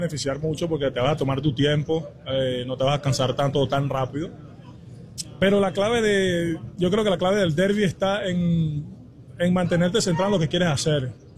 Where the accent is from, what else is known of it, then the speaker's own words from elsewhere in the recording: Venezuela; Soy un venezolano, me duele mi país